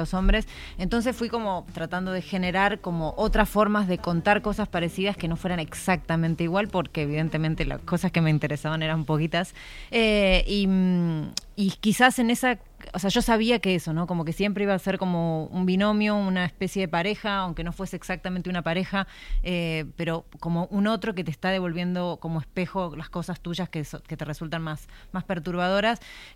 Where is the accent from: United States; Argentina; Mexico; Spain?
Argentina; Yo soy argentina y escribo cuento. así le decimos.